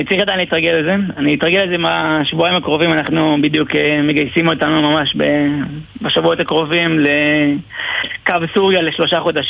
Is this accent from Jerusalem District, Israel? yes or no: no; Lod, Central District, Israel; אז ככה, התחלתי בנחל. גדלתי בלוד.